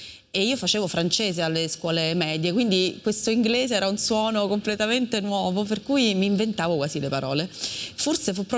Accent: Palazzolo Acreide, Sicily, Italy; born or raised there

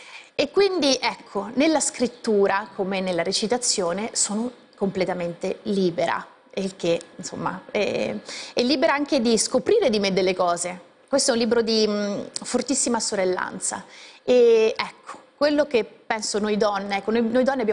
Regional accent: Conegliano, Veneto, Italy; moved away; io conosco bene la mia terra, che è il Veneto

